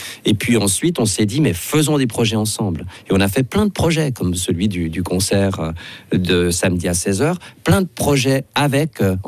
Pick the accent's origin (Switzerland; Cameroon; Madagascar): Switzerland; Il faut quand même rappeler que les instruments avant chez nous en Suisse, on est dans la Champions League du domaine.